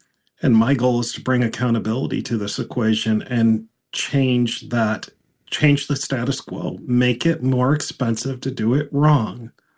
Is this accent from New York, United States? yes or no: yes; New York, United States; I grew up in Western New York to ribbon candy.